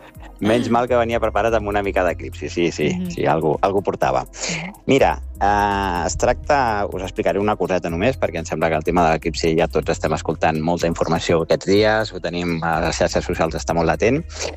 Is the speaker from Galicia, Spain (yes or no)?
yes; Galicia, Spain; jo sóc de Galícia, ara mateix estic al poble